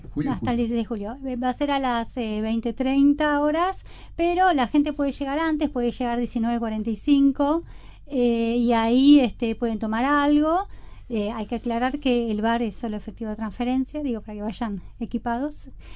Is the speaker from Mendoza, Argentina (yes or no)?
no; Buenos Aires, Argentina; moved away; yo me crié en Buenos Aires y aprendí a bailar en Buenos Aires